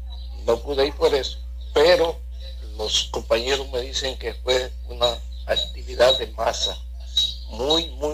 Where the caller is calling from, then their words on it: Puerto Plata, Dominican Republic; pertenezco a la zona B, vivo en el distrito de Higuerito